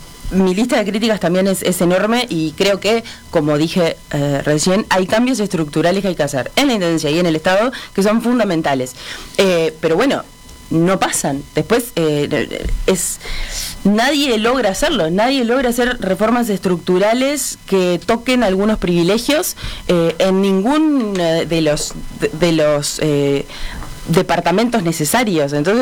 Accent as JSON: {"language": "Spanish", "region": "Tacuarembó", "country": "Uruguay", "moved": "yes", "lives_now": "Montevideo, Uruguay", "said": "Yo soy de Tacuarembó."}